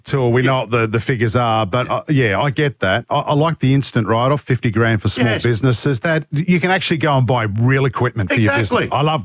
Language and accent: English; Sydney, New South Wales, Australia; now in Queensland, Australia; I mean, I do work in Queensland, Leaves, but I'm from Sydney. I'm a Yagoona boy. Biron boys high.